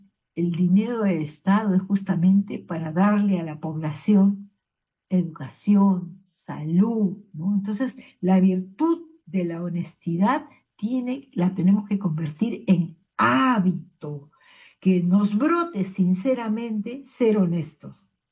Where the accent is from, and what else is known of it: Peru